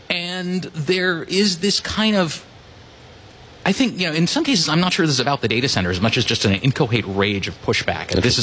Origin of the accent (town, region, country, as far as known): Rockville, Maryland, United States; born or raised there